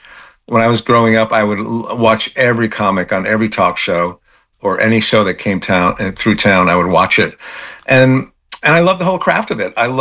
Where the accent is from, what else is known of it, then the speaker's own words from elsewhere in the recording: Bridgeport, Connecticut, United States; I grew up in Connecticut, Bridgeport, Connecticut. So I'm an East Coast guy.